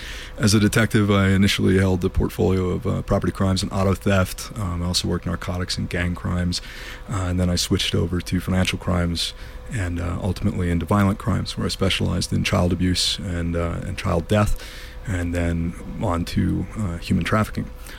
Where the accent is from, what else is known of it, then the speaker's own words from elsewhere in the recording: Telluride, Colorado, United States; also born or lived in Placerville / Hastings Mesa / northern Idaho; I'm the son of … I was born and raised in Telluride and grew up between Telluride, Placerville, Hastings Mesa, and then a few years of my school years with my mother